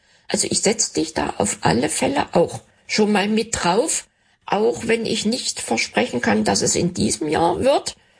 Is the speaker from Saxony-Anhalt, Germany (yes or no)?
yes; Halle, Saxony-Anhalt, Germany; Ich liebe ja meine Heimatstadt auch sehr. Und bis jetzt ist dieses Angebot eigentlich ganz gern angenommen worden, dass ich da einfach mal meine Heimatstadt zeige, weil wir haben wirklich einige Besonderheiten.